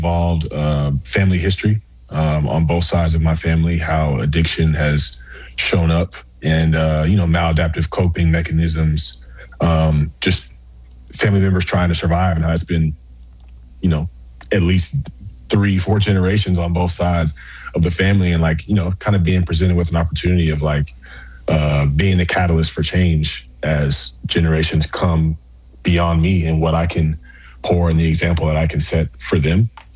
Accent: Atlanta, Georgia, United States; I grew up in the Atlanta area, so seeing you play

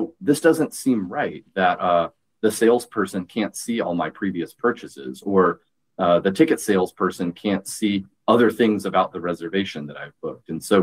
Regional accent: Alabama, United States; moved away as an adult; now in Dallas, United States; So I was raised in the United Methodist Church. My dad is a minister as well. I grew up a part of the church over in Alabama, and I came to Texas in 2020 to attend seminary or theological school at Perkins, which is the theological school of SMU.

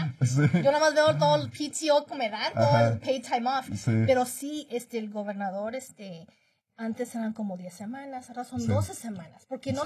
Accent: Chicago, Illinois, United States; born there; porque yo soy mexicana. Yo nací en Estados Unidos, en Chicago. Hace un año me hice doble ciudadano.

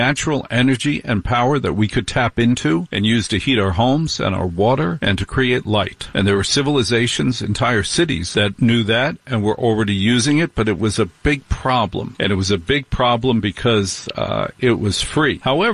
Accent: New Jersey, United States; I grew up in Jersey.

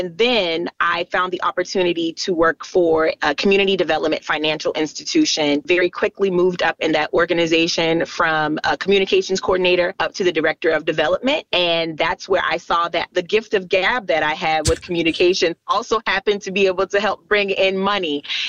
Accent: James Island, South Carolina, United States; So I actually was born and raised on James Island. So I am a Binya, and I left James Island to go to college at Coastal Carolina University down in Conway or Myrtle Beach.

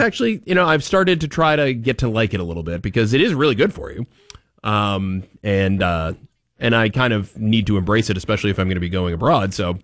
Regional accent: United States; I'm an American, and I eat American food.

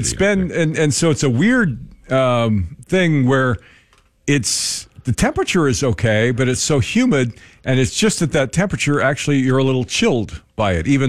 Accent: Grand Island, Nebraska, United States; moved away; He's going to be in Grand Island, my hometown.

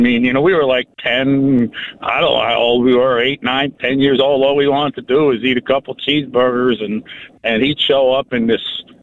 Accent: New Jersey, United States; when I was a kid growing up in Central Jersey, you know, late '60s, early '70s

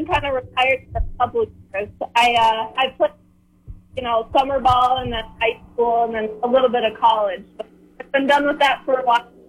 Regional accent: Circle Pines, Minnesota, United States; also born or lived in Stacy, Minnesota; I grew up in Stacy, Minnesota, actually a little bit, and then my family moved to Circle Pines. So I've been in Circle Pines for most of my life.

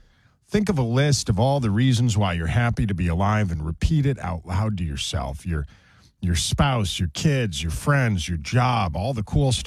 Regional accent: United States; I love being American. I'm very proud to be here.

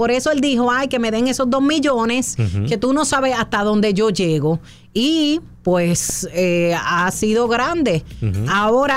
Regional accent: Puerto Rico; moved away; A mí se me nota que yo soy boricua.

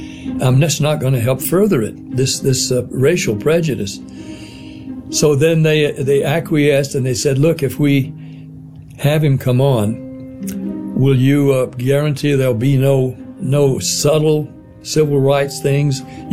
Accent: the South, United States; I grew up in the South

